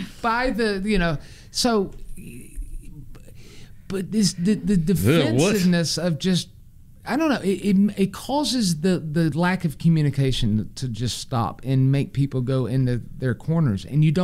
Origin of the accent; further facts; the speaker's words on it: United States; born there; I love America. You know, I've only country I've ever lived